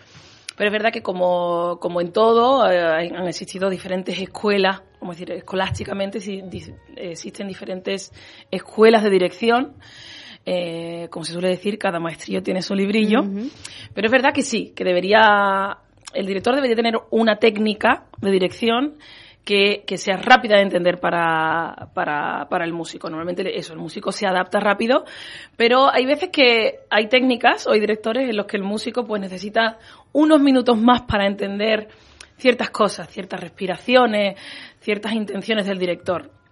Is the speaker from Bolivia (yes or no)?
no; La Puebla del Río, Andalusia, Spain; born or raised there